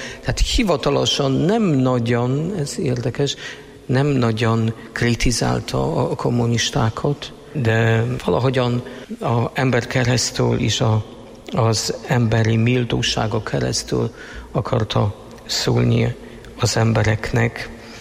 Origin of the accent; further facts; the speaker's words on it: Poland; Hungarian is a second language; moved away; 3000 évesek lettünk, mint lengyelek